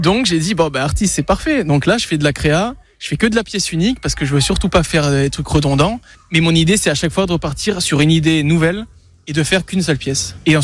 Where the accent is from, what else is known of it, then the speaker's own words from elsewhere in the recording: Nice, Provence-Alpes-Côte d'Azur, France; moved away; suis parti à l'étranger, donc à Dijon, Clermont-Ferrand, Toulouse et compagnie. Quand tu passes le Var en tant que niçois, c'est un peu dur, quoi. Quand ta culture te manque et ta ville te manque